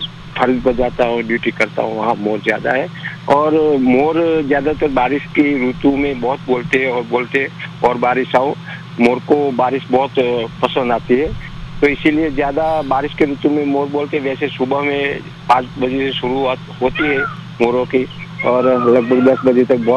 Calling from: Patan district, Gujarat, India; अभी यहाँ गुजरात में मैं रहता हूँ अहमदाबाद, और मेरा गांव का नाम डेर, तहसील जिला पाटन।

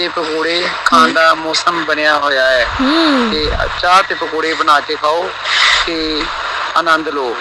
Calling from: Jalandhar, Punjab, India

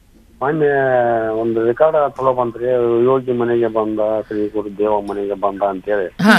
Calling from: Lakshmapur, Karnataka, India; ಬದಾಮಿ ತಾಲೂಕು ಲಕ್ಷ್ಮಾಪುರದಿಂದ ರೀ. ಕಾರ್ಯಕ್ರಮ ಕೇಳ್ತೀವ್ರಿ ನಾವು

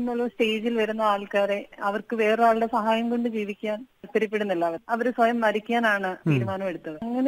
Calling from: Kanimangalam, Kerala, India; Kanimangalam.

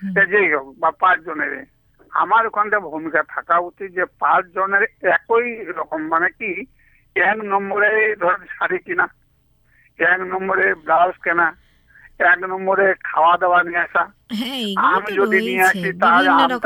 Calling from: Rajganj, West Bengal, India; আমরা জলপাইগুড়ি রাজগঞ্জ।

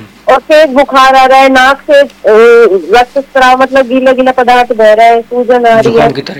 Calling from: Rajasthan, India; गाँव मेरा गाँव है पास में अलवर के

